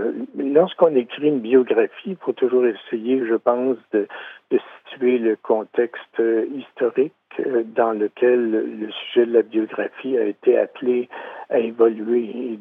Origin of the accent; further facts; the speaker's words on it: Saint-Ours, Quebec, Canada; parce que j'ai grandi à Saint-Ours avant de quitter l'endroit pendant plusieurs années et avant d'y revenir.